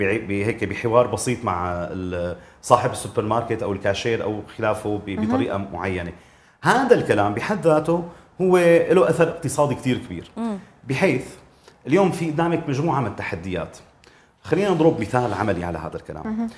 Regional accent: Syria; هم عندنا بسوريا، بالسوق السورية تغير وزنها بشكل جذري

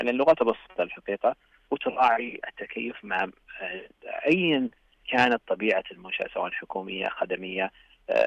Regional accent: Saudi Arabia; من تفردنا كسعوديين بقيمنا الإسلامية وبسلوكنا وأخلاقنا السعودية.

